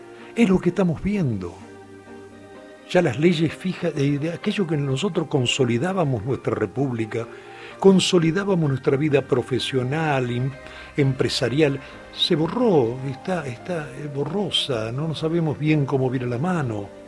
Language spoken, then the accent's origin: Spanish; Argentina; Yo como argentino